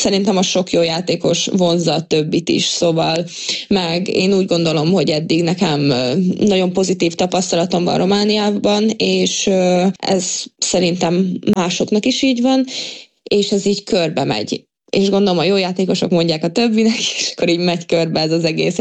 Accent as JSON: {"language": "Hungarian", "town": "Szombathely", "region": "Vas", "country": "Hungary", "tie": "born or raised there", "moved": "yes", "said": "nekem Szombathely a szülővárosom, én ott mindent mindig tudtam, hogy volt, hova megyek, mikor"}